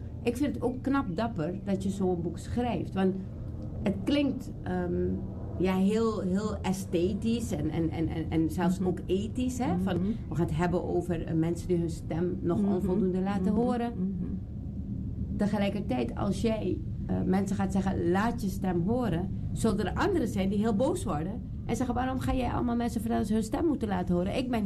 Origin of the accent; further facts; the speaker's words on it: Suriname; Ja, ik weet ook wel dat ik ben zelf opgegroeid in Suriname. Ook in die tijd.